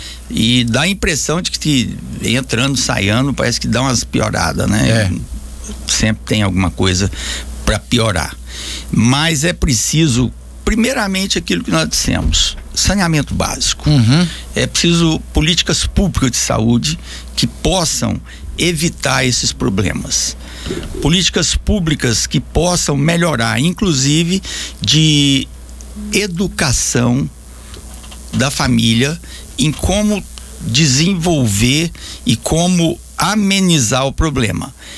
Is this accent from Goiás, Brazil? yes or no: yes; Goiânia, Goiás, Brazil; born there; Nasci em Goiânia, mas acho que sou mais anapolino do que um bocado de anapolino.